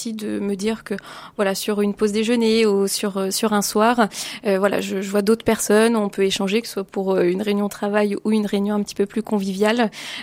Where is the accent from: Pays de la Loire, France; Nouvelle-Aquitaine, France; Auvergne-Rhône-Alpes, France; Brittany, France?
Pays de la Loire, France; now in Blois, France; Je suis pas originaire du Loir-et-Cher, mais de l'Anjou.